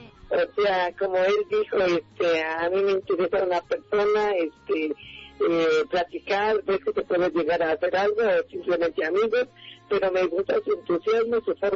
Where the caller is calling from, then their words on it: Zumpango, State of Mexico, Mexico; yo soy de Zumpango